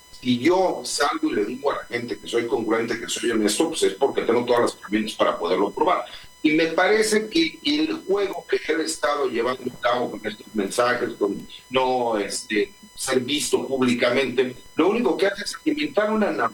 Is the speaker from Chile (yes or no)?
no; Mexico